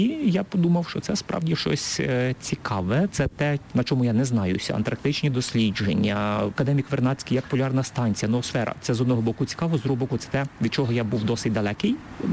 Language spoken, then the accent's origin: Ukrainian; Khmelnytskyi Oblast, Ukraine; сам я із Хмельниччини